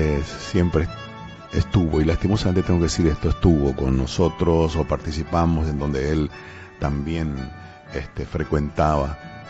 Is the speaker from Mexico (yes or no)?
no; Paraguay; ese letargo que estamos como paraguayos y como ciudadanos.